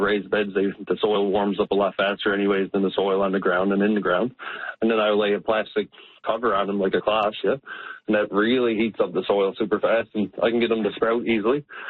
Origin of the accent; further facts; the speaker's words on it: Witless Bay, Newfoundland and Labrador, Canada; I remember growing up, I'm from Whitless Bay on the Southern Shore. I remember growing up and going into Ghouls all the time and just seeing the plastic on the fields